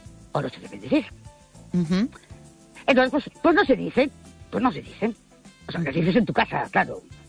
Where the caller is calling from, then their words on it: Ourense, Galicia, Spain; Buenas noches, soy … de Ourense.